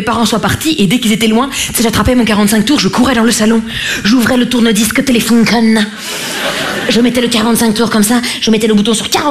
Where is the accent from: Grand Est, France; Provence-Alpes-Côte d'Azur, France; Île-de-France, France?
Grand Est, France; accent: Vosges; C'est rien, c'est mon accent vosgien qui remonte parfois.